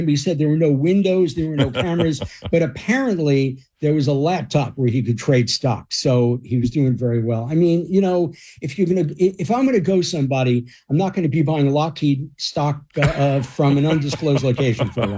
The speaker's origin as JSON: {"language": "English", "region": "New York", "country": "United States", "tie": "born or raised there", "moved": "yes", "lives_now": "New Jersey, United States", "said": "But I'm born and raised in New York, but I'm proud that I live in New Jersey."}